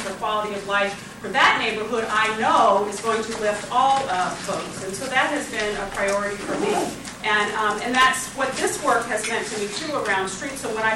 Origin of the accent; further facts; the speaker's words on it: Los Angeles, California, United States; I was born and raised in South LA and have seen how the lack of planning, poor planning, and just evil planning has done really horrible things to the community that I grew up